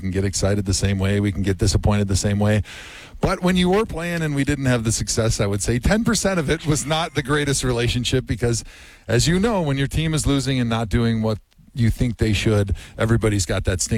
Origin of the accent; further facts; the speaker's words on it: Wisconsin, United States; moved away; I grew up in Wisconsin. I grew up a massive Packer fan.